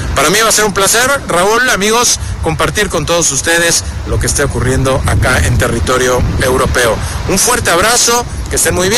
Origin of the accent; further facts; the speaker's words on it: Mexico; a quien le mencionamos que venimos de México, fíjate que luego sacan como referencia Cancún y la Riviera Maya